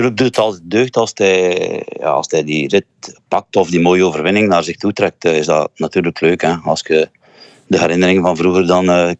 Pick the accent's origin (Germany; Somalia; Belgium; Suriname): Belgium; Zwalm, Flanders; Ik kom uit Zwalm.